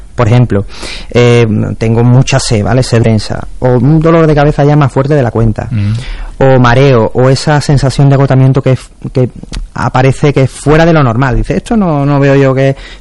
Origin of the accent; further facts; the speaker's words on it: Spain; yo creo que es que somos españoles y como españoles que somos, decimos, venga, vamos